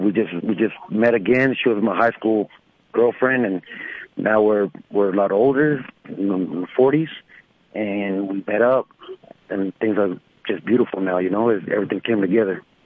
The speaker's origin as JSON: {"language": "English", "town": "Odessa", "region": "Texas", "country": "United States", "said": "I'm from Odessa, Texas."}